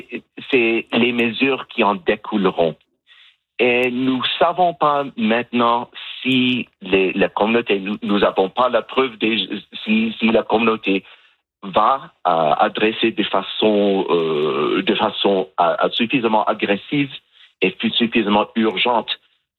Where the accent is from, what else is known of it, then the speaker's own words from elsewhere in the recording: Canada; nous sommes des Canadiens, nous sommes des personnes qui veulent vivre nos vies ici en liberté